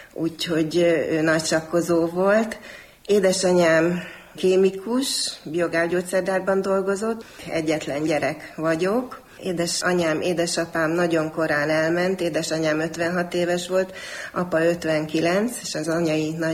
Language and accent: Hungarian; Debrecen, Hajdú-Bihar, Hungary; born there; also born or lived in Transylvania / Transcarpathia; Erdély és Kárpátalja Frigyéből születtem. Édesapám brassói, édesanyám Szolyván született. Én Debrecenben.